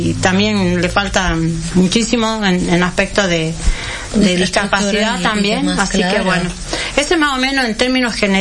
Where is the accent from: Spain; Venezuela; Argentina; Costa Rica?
Argentina; Salta; Somos de Salta Capital.